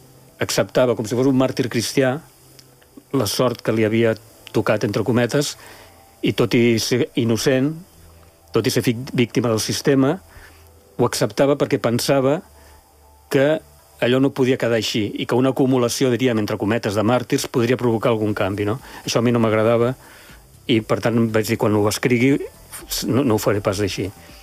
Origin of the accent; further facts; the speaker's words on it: Catalonia, Spain; És a dir, dic Lleida perquè som catalans, no?